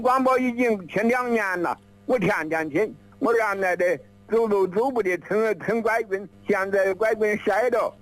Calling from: Hubei, China; 我在三河口镇，挨着河南跟安绥交界厂子。

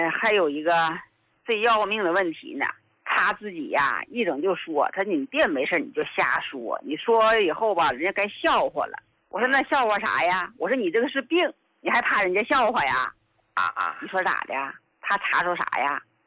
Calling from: Jiangsu, China; 我是江苏的，今天来呢，就是我来替我老伴儿来反馈来了。

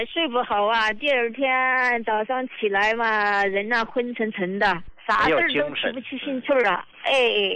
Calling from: Chongqing, China; 我是重庆这边的患者，我也是你们的老用户了呀。

